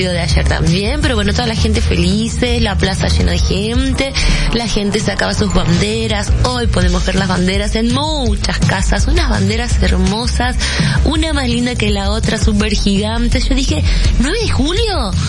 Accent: Salta, Argentina; acá somos nosotros los salteños y todos y cada uno de los argentinos en cada rincón del país.

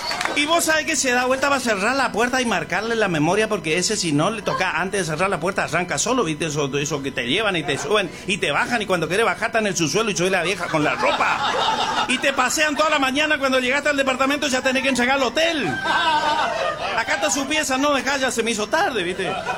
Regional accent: Loreto, Santiago del Estero, Argentina; ¡Ese es mi pueblo! ¡El único que habla de Santiago del Estero! En Loreto tenemos un chango

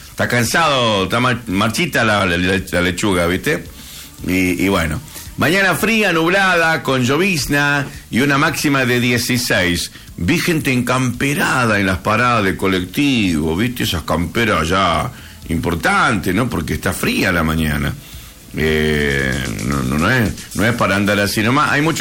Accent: Campo Santo, Salta, Argentina; moved away; mi gente allá en mi pueblo

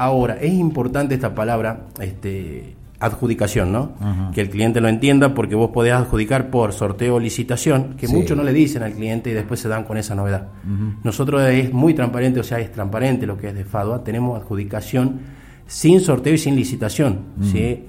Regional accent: Las Lajitas, Salta, Argentina; moved away as an adult; now in Salta, Argentina; Nací y criado en Las Lajitas.

